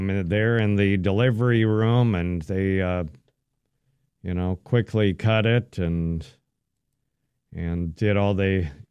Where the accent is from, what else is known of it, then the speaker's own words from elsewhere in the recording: Minneapolis, Minnesota, United States; born there; So I was born in Minneapolis, Abbott Northwestern.